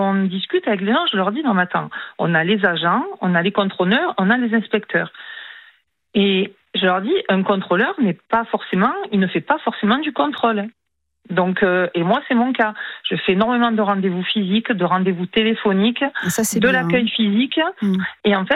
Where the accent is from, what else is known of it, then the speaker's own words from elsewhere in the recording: South, France; Oui, mais je suis du Sud.